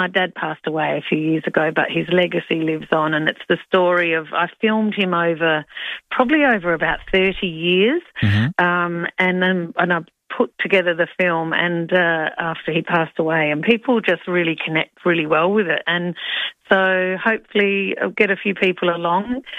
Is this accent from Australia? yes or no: yes; Whyalla, South Australia, Australia; I grew up in Wyala